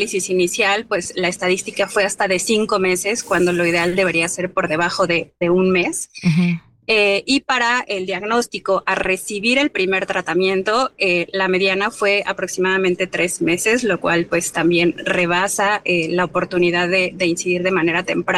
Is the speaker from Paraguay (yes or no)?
no; Mexico; como país latinoamericano, como mexicanos